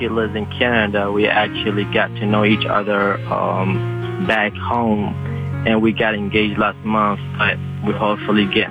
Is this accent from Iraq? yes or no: yes; Iraq; moved away; I'm originally from Iraq.